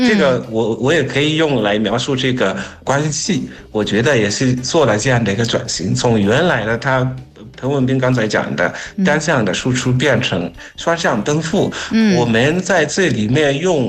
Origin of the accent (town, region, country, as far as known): Zimbabwe; Chinese is a second language